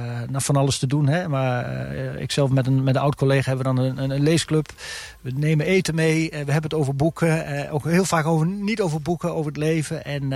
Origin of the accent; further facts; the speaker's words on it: Gelderland, Netherlands; in het Achterhoeks, waar ik vandaan kom, dat heeft wel wat verwantschappen met het Deens